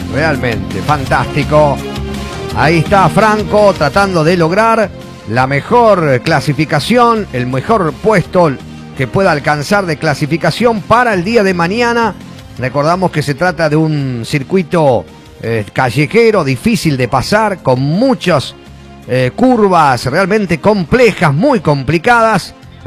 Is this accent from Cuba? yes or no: no; Argentina